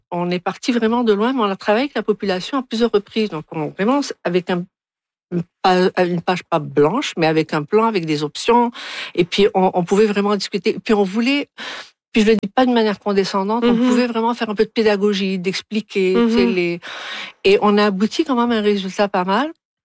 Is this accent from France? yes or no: no; Algiers, Algiers Province, Algeria; moved away; je suis natif d'Alger.